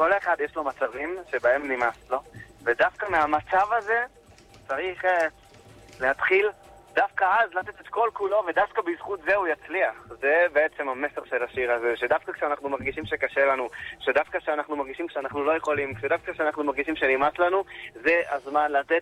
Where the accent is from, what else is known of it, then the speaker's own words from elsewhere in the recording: Rehovot, Central District, Israel; also born or lived in Jerusalem / Gush Etzion; נכון, אני הייתי כמה שנים בירושלים... בהתחלה הייתי ברחובות, אחרי זה בירושלים.